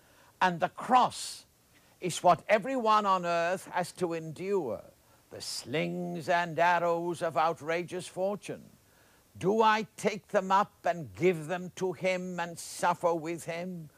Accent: Ireland; When I was growing up in Ireland, a long time ago

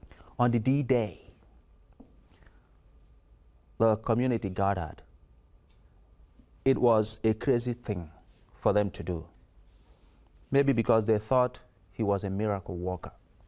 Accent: Nigeria; I am from Nigeria.

